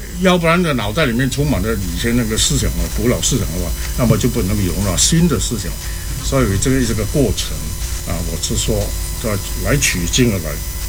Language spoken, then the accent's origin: Chinese; Malaysia; 我是讲讲我的背景，我是马来西亚长大的，马来西亚啊，我毕业的那个中学呢叫做尊孔过明行中学